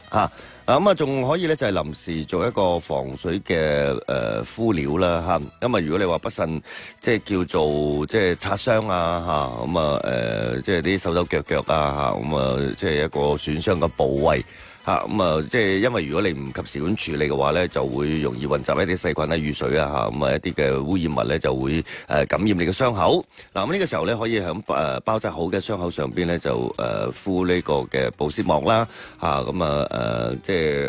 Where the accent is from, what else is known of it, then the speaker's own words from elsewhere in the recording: Guangdong, China; 我哋作为广东人啊嘛